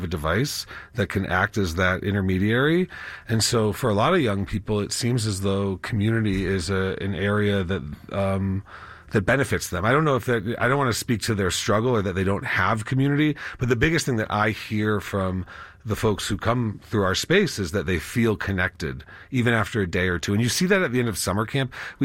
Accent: Colorado, United States; I mean, I grew up here in Colorado and went to high school here

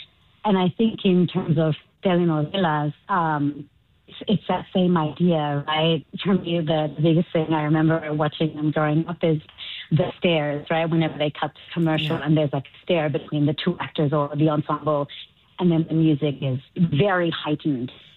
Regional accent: Sydney, New South Wales, Australia; also born or lived in Chile; I'm from Chile. I was born in Chile. And I grew up in Australia, in Sydney, Australia. And when I grew up, it was like late 90s, 2000s

